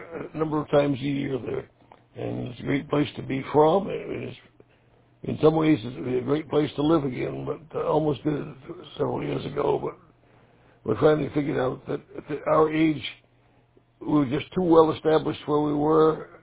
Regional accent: Maine, United States; moved away as an adult; also born or lived in New York; now in Vermont, United States; I grew up in Maine, but I've been out of state since 1965, so living out in New York for a while and then Vermont for all these years.

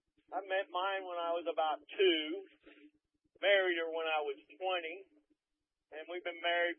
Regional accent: Florida, United States; No, I'm from South Florida.

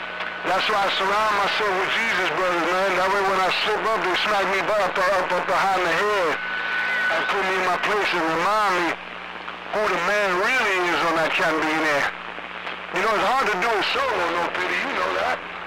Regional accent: Bronx, New York, United States; You know I'm from the Bronx, Captain. Every now and again, they try to take the hood out of me, man. It's just ingrained in there, man.

